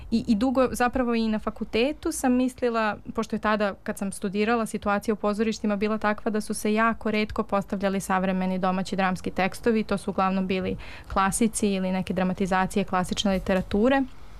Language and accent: Serbian; Stara Pazova, Vojvodina, Serbia; Ja sam odrasla u Staroj Pazovi i Pazova je imala veliku tradiciju amaterskog pozorišta.